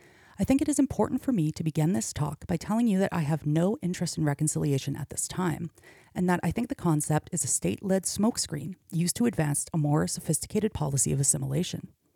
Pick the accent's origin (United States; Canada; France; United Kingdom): Canada; Meadow Lake, Saskatchewan; now in Hamilton, Canada; I am Michif Cree. I do not know my clan. I'm from Saskatchewan, Meadow Lake specifically, and I now live in Dish With One Spoon territory in Hamilton.